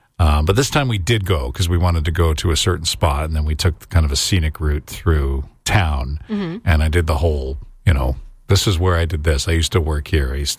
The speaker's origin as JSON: {"language": "English", "town": "Brampton", "region": "Ontario", "country": "Canada", "tie": "born or raised there", "moved": "yes", "lives_now": "Barrie, Canada", "said": "I went back to my hometown of Brampton on the weekend to see my mom."}